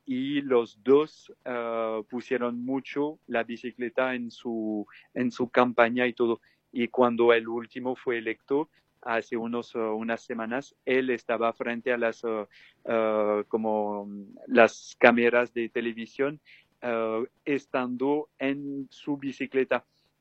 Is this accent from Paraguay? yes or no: yes; Paraguay; moved away; me parece que fue ayer que yo me fui de Paraguay, pero con el tiempo también hay personalmente que ver en la interioridad, bueno, cuál es mi vínculo con ese país y todo